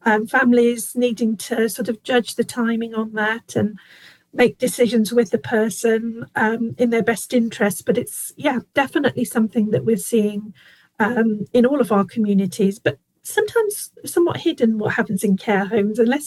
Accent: Yorkshire and the Humber, United Kingdom; now in Kent, United Kingdom; originally from North Yorkshire, but I'm living in Kent at the moment, and have been for a long, long time.

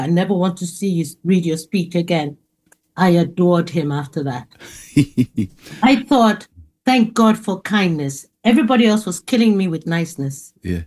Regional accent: Asaba, Delta, Nigeria; born there; I was born in a place called Asaba in Nigeria.

